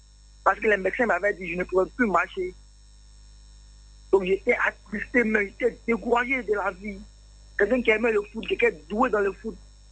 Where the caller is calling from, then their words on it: Bobo-Dioulasso, Hauts-Bassins, Burkina Faso; J'appelle la Bobo.